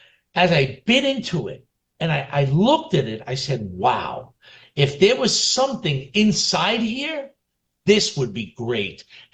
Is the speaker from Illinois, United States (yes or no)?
no; New York City, New York, United States; growing up in Brooklyn, you know, I went to local pizzerias.